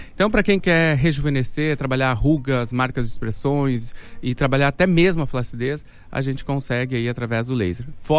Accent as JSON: {"language": "Portuguese", "town": "Espumoso", "region": "Rio Grande do Sul", "country": "Brazil", "tie": "born or raised there", "moved": "yes", "lives_now": "Porto Alegre, Brazil", "said": "eu sou natural de Espumoso."}